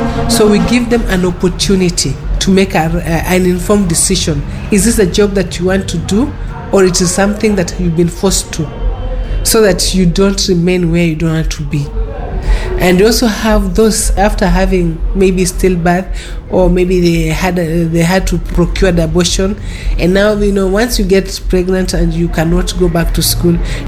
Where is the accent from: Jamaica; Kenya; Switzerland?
Kenya; Kilifi, Kilifi County; I come from Kilifi. You know, I cannot travel to Kilifi. I do not have money to even be able to give a bribe so that they can allow me to go to my family.